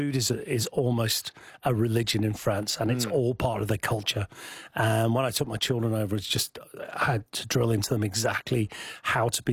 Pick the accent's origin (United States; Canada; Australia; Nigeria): Australia; I'm fluent in French, as soon as we said we're Australian, they made us feel incredibly welcome